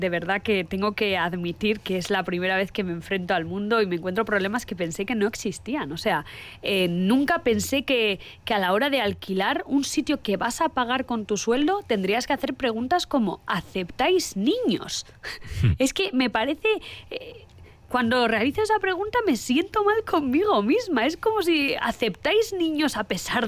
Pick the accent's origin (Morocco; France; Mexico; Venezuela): Morocco; now in Vitoria-Gasteiz, Spain; soy marroquí